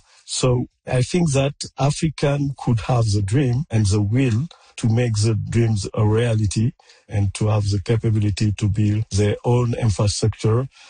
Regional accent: Senegal; from Senegal.

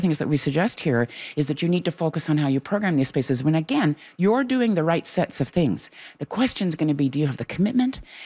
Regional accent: London, Ontario, Canada; My hometown.

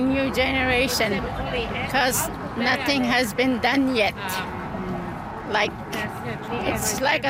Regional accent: Canada; I'm from Abmatang First Nation, and I'm a residential school survivor.

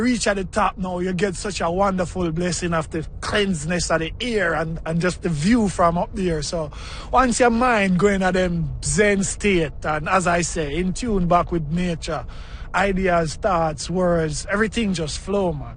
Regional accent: Jamaica; It's basically growing up in Jamaica and just experiencing live shows.

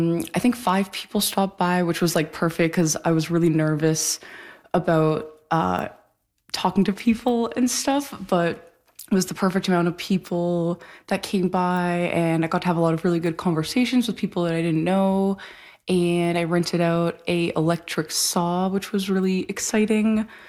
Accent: Toronto, Ontario, Canada; moved away as an adult; I grew up in Toronto and that was like a big, when I moved here for the first time 5 years ago, that was like a big culture shock for me

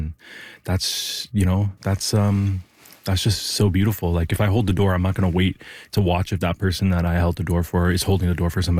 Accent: Toronto, Ontario, Canada; moved away as an adult; also born or lived in Mississauga; now in Yellowknife, Canada; especially being from the South and, you know, growing up in Toronto and Mississauga my whole life in the GTA

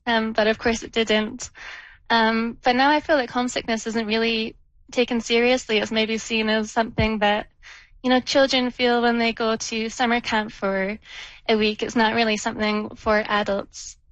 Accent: United Kingdom; I'm British and I see all the golden syrup and funny cordials and everything else, you know, for myself and, you know, my brethren who are missing home.

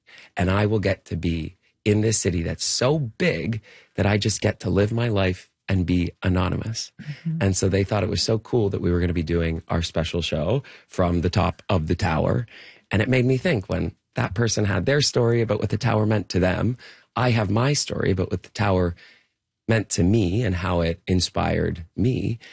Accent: Whitby, Ontario, Canada; I remember growing up in Whitby, there's this high hill on Manning Street in Whitby for anybody who is in Durham region and knows that spot.

